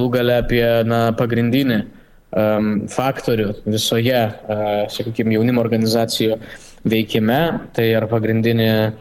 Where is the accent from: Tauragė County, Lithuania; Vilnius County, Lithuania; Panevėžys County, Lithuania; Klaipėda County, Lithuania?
Vilnius County, Lithuania; Vilnius; Aš vilnietis esu